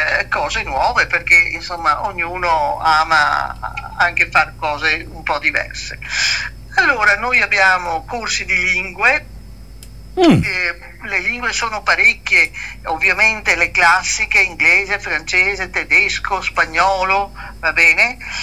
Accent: Venice, Veneto, Italy; also born or lived in Mestre; Io sono veneziana dentro

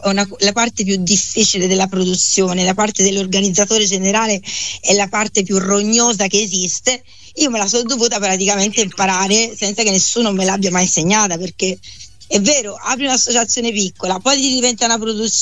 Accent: Prato, Tuscany, Italy; Poi mi sono toscana e mi sono poi finita, diciamo, ho iniziato a formarmi, diciamo, per la recitazione cinematografica, perché chiaramente sono partita da quella teatrale nella mia città a Prato, da quando avevo tipo 6 anni.

